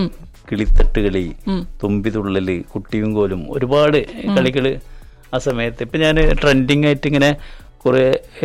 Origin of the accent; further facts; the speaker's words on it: Kunnamkulam, Kerala, India; ഞങ്ങളുടെ നാട്ടില് ഓണത്തല്ലുണ്ട്, കുന്നംകുളം എന്ന് പറഞ്ഞ സ്ഥലത്ത്